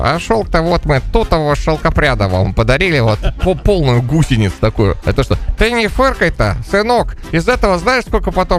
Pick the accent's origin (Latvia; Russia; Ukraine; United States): Latvia; Мы выросли, ну, выросли вот в Латвии